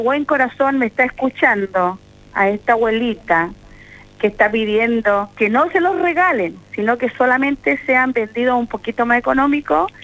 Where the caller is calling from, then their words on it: Chile; somos chilenos